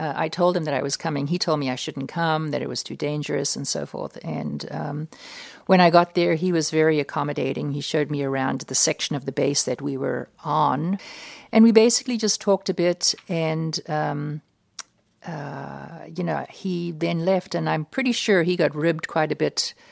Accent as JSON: {"language": "English", "country": "United States", "said": "And I said, no, I'm here. I'm an American. And I showed them my passport and took off my hijab."}